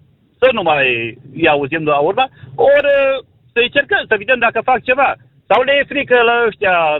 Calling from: Baia Mare, Maramureș County, Romania; sunt din Baia Mare.

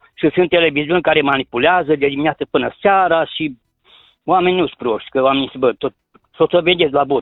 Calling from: Cluj-Napoca, Cluj County, Romania; sunt din Cluj.

